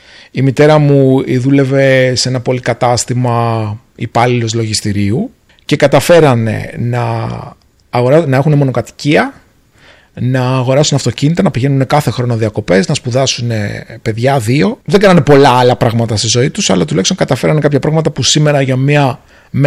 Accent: Agrinio, Western Greece, Greece; το Αγρίνιο είναι ο τόπος μου

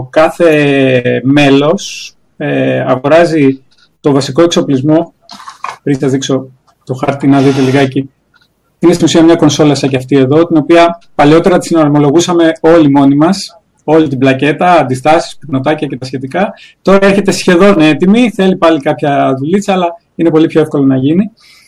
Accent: Agios Dimitrios, Greece; τον Άγιο Δημήτρη, το χωριό μου.

